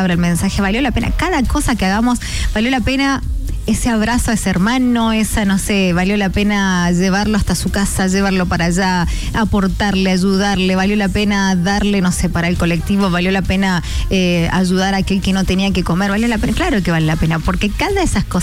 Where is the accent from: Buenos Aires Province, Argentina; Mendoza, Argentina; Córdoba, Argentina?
Mendoza, Argentina; La yapa, que como los argentinos acá, los mendocinos decimos, es la yapa, el extra.